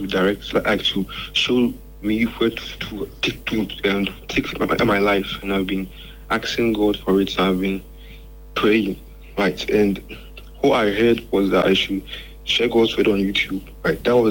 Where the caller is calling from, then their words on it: Anyinam, Eastern Region, Ghana; Okay, I'm calling from Anyinam.